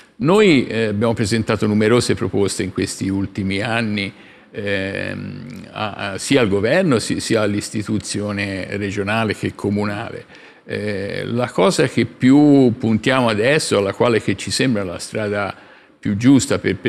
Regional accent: Livorno, Tuscany, Italy; io vengo da una città che non è poi piccolissima, sono di Livorno

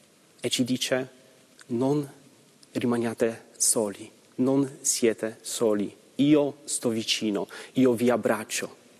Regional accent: Poland; Italian is a second language; moved away as an adult; now in Italy; in quanto polacco, ho una devozione mariana molto forte. Noi siamo cresciuti guardando grande esempio di Giovanni Paolo II. La mia parrocchia di origine è anche un santuario della Madonna di Fatima.

